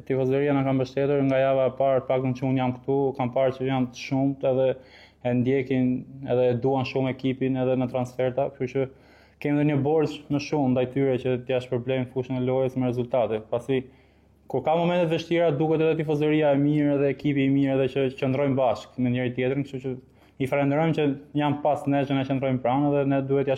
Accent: Elbasan, Elbasan County, Albania; unë jam nga Elbasani, jam lindur dhe rritur dhe kam dalë të Akademia Elbasanit

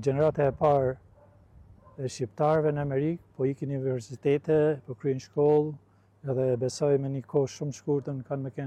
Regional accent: Hot, Shkodër County, Albania; moved away; Unë jam prej Malsis madhe, por jam prej Hotit.

